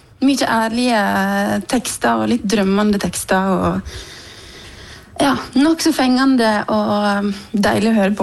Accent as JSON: {"language": "Norwegian", "region": "Western Norway", "country": "Norway", "moved": "yes", "said": "jeg har vært hjemme på Vestlandet"}